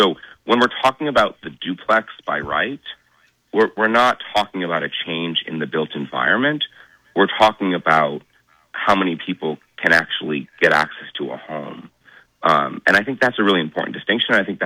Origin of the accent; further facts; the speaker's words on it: Truro, Massachusetts, United States; the three police officers in Truro, right, my hometown.